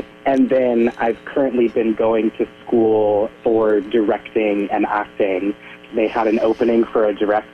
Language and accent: English; Asheville, North Carolina, United States; I grew up in and around the Asheville area, doing theater in and around Asheville, primarily as an actor.